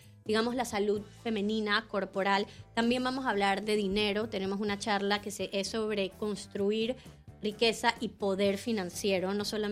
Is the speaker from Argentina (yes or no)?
no; Panama; also born or lived in Chiriquí / Panama City; 100% panameña. 50% chiricana, 50% citadina.